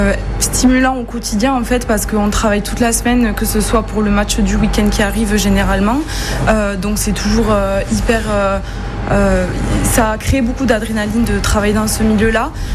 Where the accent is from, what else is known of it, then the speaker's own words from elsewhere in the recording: Occitanie, France; born there; Je suis née dans le Tarn, donc terre de rugby, plutôt rugby à 15.